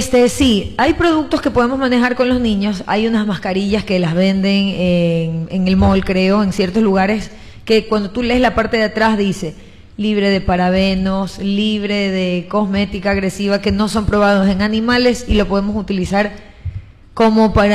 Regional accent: Manabí, Ecuador; hablando de nuestra alimentación como ecuatorianos como tal, ¿no? Nosotros, el problema nuestro, sobre todo los manabitas, tenemos demasiado consumo de carbohidratos.

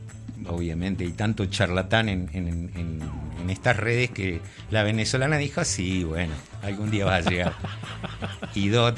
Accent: Bahía Blanca, Buenos Aires Province, Argentina; moved away as an adult; also born or lived in Jujuy; Yo soy de la Patagonia, digamos. Bahía Blanca es...

